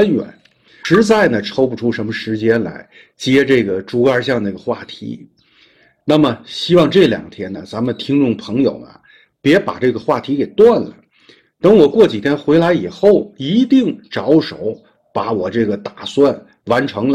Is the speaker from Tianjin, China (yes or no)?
yes; Tianjin, China; 在这里呢土生土长的多年，对这里呢再熟悉不过了。包括我上小学的时候，所有的这个在竹竿巷和真实街这一片住的这些同学，几乎每个院落里头都有。